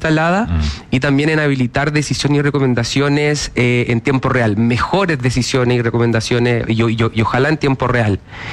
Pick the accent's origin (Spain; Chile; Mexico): Chile; Concepción, Biobío; Yo soy de Concepción, de toda la vida. Y tenía que moverme allá a Antofagasta, estar en turno.